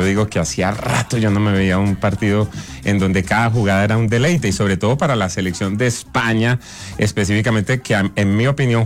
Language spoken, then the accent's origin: Spanish; Cali, Valle del Cauca, Colombia; now in Bogotá, Colombia; Yo me fui de mi tierra hace 15 años, me fui de Cali, y ahora que he vuelto